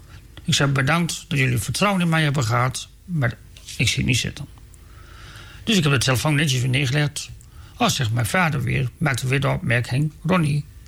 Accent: Scheemda, Groningen, Netherlands; also born or lived in Veendam; Ik ben geboren in Veendam en ik heb mijn hele leven in Scheemder gewoond. En tot op heden nu nog.

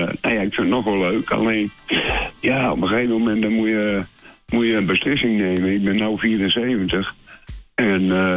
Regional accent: Netherlands; Nee, ik ben uit Nederland wel, maar

